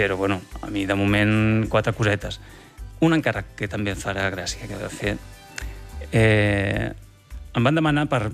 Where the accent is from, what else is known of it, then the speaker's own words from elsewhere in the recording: Barcelona, Catalonia, Spain; born there; also born or lived in Lliçà d'Amunt; now in Sant Pol de Mar, Spain; jo soc nascut a Barcelona.